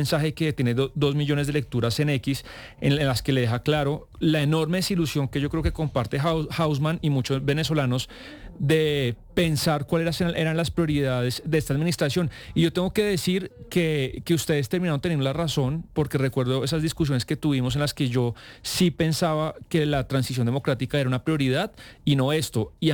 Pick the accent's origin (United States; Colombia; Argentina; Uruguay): Colombia; A mí me da tristeza, porque obviamente la esperanza para uno como colombiano era otra